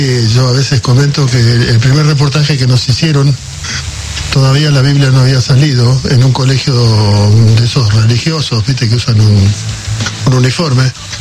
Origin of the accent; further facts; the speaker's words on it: Quilmes, Buenos Aires Province, Argentina; fuimos una banda importante que salió de Quilmes